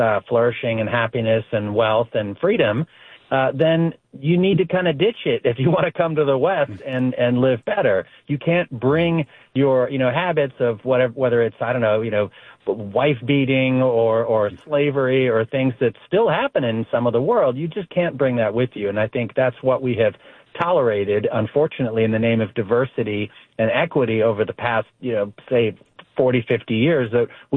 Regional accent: France; also born or lived in England; now in United States; I was born in England and I moved to France when I was one and I moved here later. But, you know, I've gone back and forth. I still have a lot of family there.

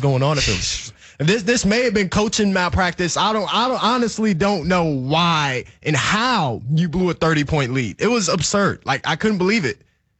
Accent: New York, United States; You know, Knicks, my entire family, they're all Knicks fans. We're from New York.

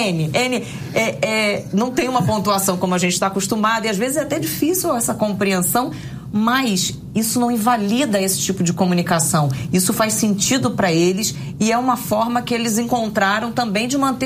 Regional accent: Rio de Janeiro, Brazil; Então, ela falou, porque eu sou aqui do Rio de Janeiro, imagina.

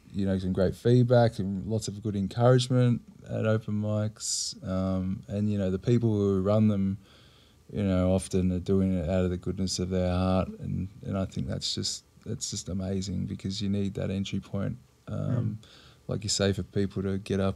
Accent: Croydon South, Victoria, Australia; moved away as an adult; also born or lived in London; So I grew up in Croydon South. Out in the east, and shortly after uni, nicked off to London and over to overseas to do a bit of travelling.

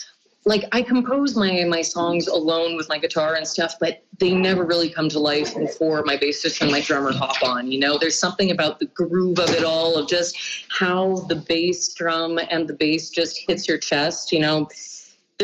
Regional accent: Montreal, Quebec, Canada; born there; also born or lived in Victoriaville / Gatineau / Australia / Granby; I grew up in Montreal, I moved out to Victoriaville, I lived in Gatineau, I lived in Australia for a full year. And when I got to Granby

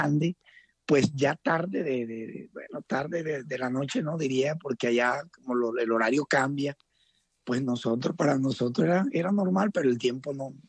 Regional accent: Caribbean Region, Colombia; pues como todo colombiano, salimos a los Campos Elíseos

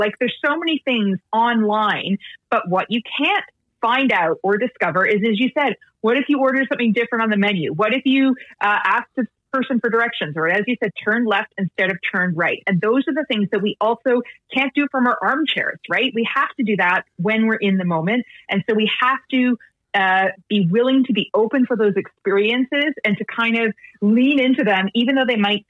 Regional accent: Canada; now in Iceland; but also in Iceland, you know, I grew up in Canada. I speak Icelandic with an accent and I make mistakes.

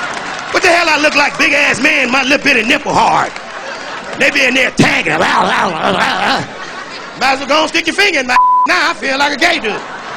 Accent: Chicago, Illinois, United States

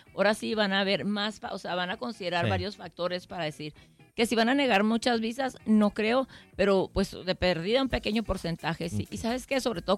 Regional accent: Mexico; now in El Paso, United States; yo tuve mis hijos aquí cuando era mexicana. Bueno, con Max ya era residente, pero cuando tuve al grande, yo estaba viviendo aquí. Ahorita no me van a decir nada, ya soy americana.

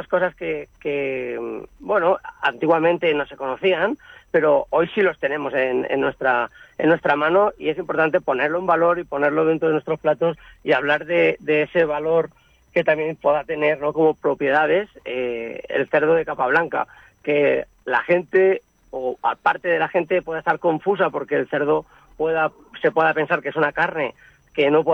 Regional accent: Valencian Community, Spain; pero yo soy valenciano.

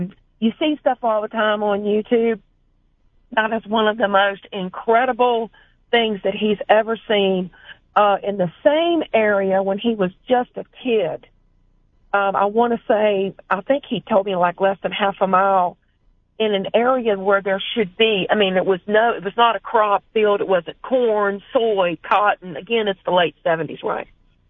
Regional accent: Virginia, United States

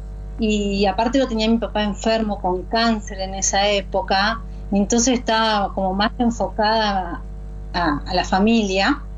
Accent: Concordia, Entre Ríos, Argentina; moved away as an adult; now in Australia; Concordia, yo soy de Entre Ríos.

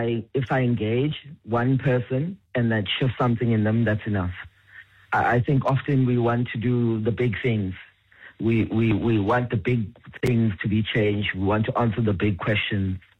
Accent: South Africa; I'm a South African and I know I'm also invested in this country

